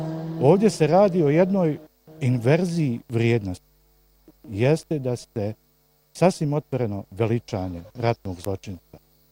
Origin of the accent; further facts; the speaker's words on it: Bosnia & Herzegovina; A ja kao Bošnjak, evo odmah, znači na prvu i odmah snosim sankcije.